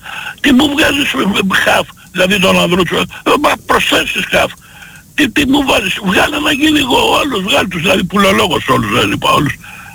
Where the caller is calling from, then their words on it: Piraeus, Attica, Greece; Τι κάνεις … από Πειραιά, δεύτερη φορά παίρνω στα τόσα χρόνια.